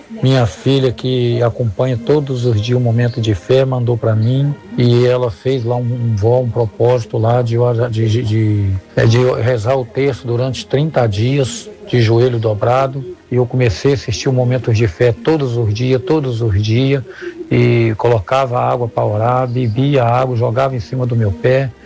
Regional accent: Rio de Janeiro, Brazil; Sou daqui do Rio de Janeiro

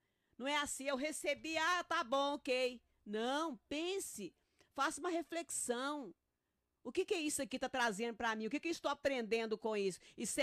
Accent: Uberaba, Minas Gerais, Brazil; lá na minha cidade, lá em Uberaba.

